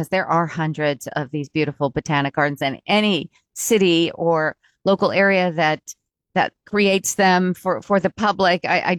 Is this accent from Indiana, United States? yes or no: yes; Elkhart, Indiana, United States; born there; I was born in Elkhart, but I hadn't lived here.